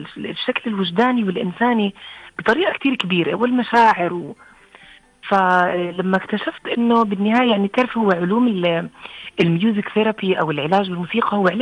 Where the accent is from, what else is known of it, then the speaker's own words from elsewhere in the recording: Jordan; لأنه بتعرفي ما كان يعني عندنا بالأردن مكان إنه تقدري تتخصصي منه بشكل يعني أكاديمي